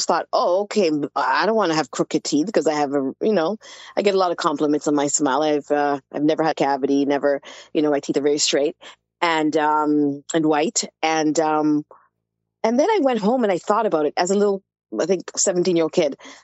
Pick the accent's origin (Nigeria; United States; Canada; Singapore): Canada; Toronto, Ontario; born and raised in Toronto, Canada